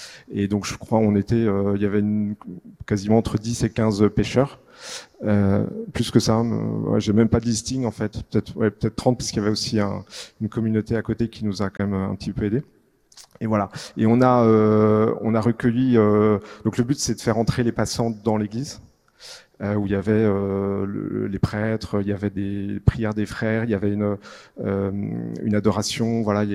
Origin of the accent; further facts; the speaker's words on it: Paris, Île-de-France, France; Donc on est parisien, on vit dans le 16e à Paris et notre paroisse c'est Saint Honoré des Laux.